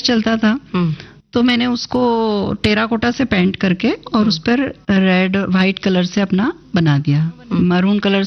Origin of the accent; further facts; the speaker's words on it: Madhya Pradesh, India; तो चूंकि मैं मालवा से हूँ तो मैंने एक पुस्तक मेरी मालवी बोली में